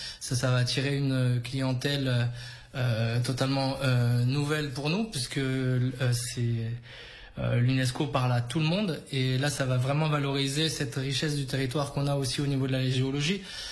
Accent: Avignon, Provence-Alpes-Côte d'Azur, France; born there; now in Bédarieux, France

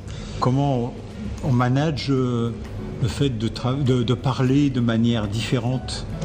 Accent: France; moi, je dis LOTS parce que je suis français

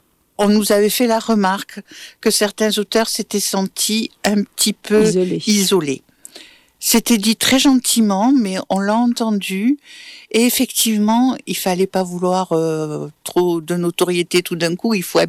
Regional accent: Montpellier, Occitanie, France; On est Montpelliérain, on est de la métropole

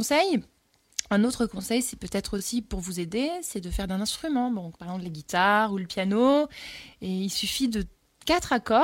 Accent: South, France; je viens du Sud.

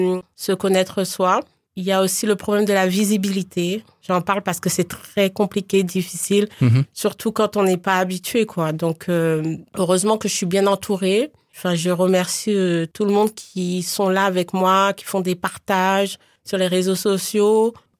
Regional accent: Paris, Île-de-France, France; also born or lived in Guadeloupe; de base je suis parisienne donc voilà je suis d'origine guadeloupéenne mais née à Paris mm-hmm. j'ai vécu à Paris dans la banlieue parisienne

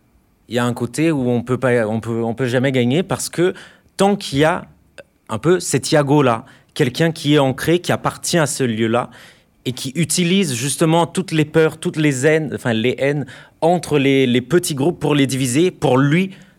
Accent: Brazil; French is a second language; moved away; moi je suis Brésilien.

